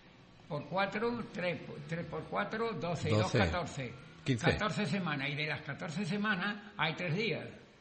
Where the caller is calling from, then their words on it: Sanlúcar de Barrameda, Andalusia, Spain; Y yo soy de Sanlúcar